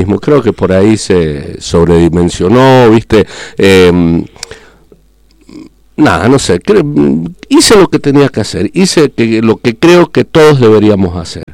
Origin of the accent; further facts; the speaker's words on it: Mendoza, Argentina; Yo vengo de Mendoza, sí. Manejé un par de años en Mendoza.